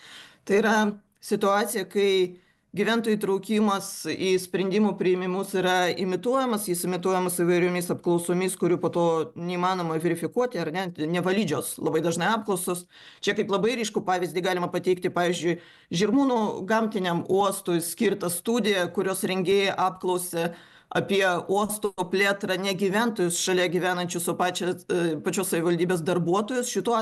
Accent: Vilnius, Vilnius County, Lithuania; mes kaip vilniečiai vertiname šitą projektą

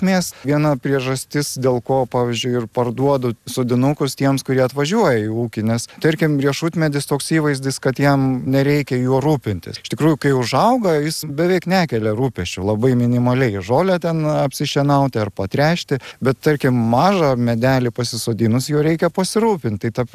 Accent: Širvintos, Vilnius County, Lithuania; moved away; also born or lived in Molėtai; aš augau nedideliam miestelį Širvintose, ten buvo sodas

